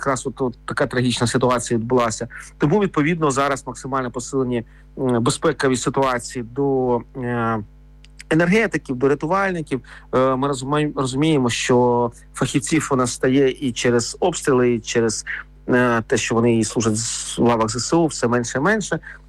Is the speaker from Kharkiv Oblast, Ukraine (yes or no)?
yes; Kharkiv, Kharkiv Oblast, Ukraine; born or raised there